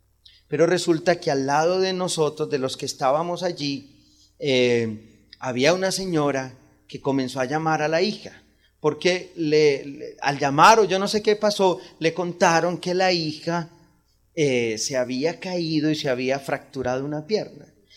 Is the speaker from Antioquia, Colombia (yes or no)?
yes; Antioquia, Colombia; Como los antioqueños todos creemos que todavía vivimos al lado del río y gritamos, sobre todo algunos.